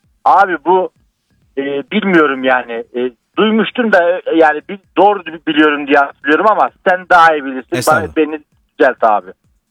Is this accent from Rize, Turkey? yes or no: yes; Pazar, Rize, Turkey; Ben Rize Pazarlıyım abi.